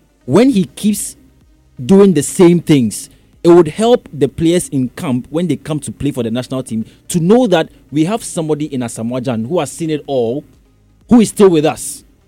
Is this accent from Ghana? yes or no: yes; Ghana; Then I told them that I was from Ghana through conversation.